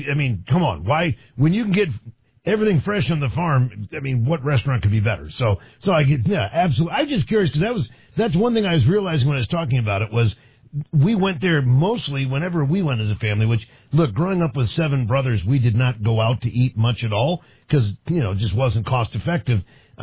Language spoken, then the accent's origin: English; East Coast, United States; now in Wisconsin, United States; growing up on the East Coast